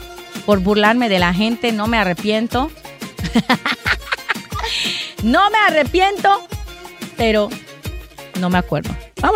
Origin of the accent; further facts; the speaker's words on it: Mexico; Nosotros, nos tenemos que apoyar nosotros como mexicanos